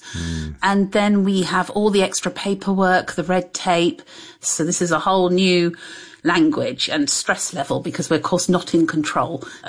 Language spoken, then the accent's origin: English; London, United Kingdom; And so I've always been brought up as European, you know, British, absolutely, you know, then frankly English and then a Londoner, a very important part of the identity.